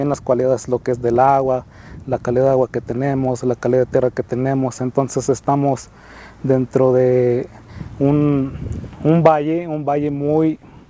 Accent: Mexico; Soy originario aquí del municipio de Panas, del poblado de Orizaba.

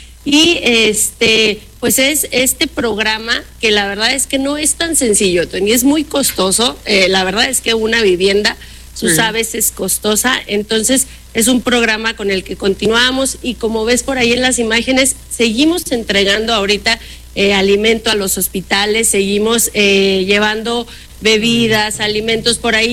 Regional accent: Mexico; soy mexicana.

